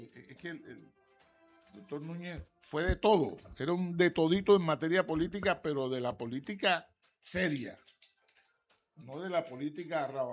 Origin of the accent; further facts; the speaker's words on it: Cartagena, Bolívar, Colombia; me mortifican como cartagenero.